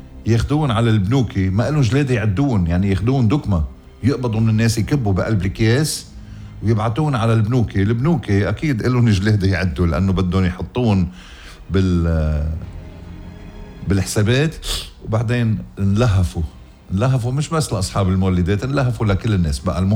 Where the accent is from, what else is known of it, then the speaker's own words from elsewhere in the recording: Lebanon; يا بلدي يا بلدي لبنان،